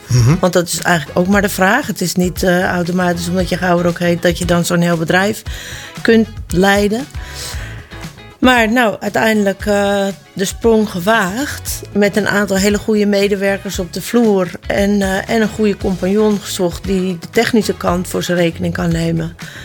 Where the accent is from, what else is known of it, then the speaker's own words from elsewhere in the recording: Uithoorn, North Holland, Netherlands; moved away as an adult; now in Aalsmeer, Netherlands; woonachtig in Aalsmeer sinds het jaar 2000. Ik kom hier oorspronkelijk eigenlijk niet vandaan. Ik ben namelijk geboren en getogen in Uithoorn.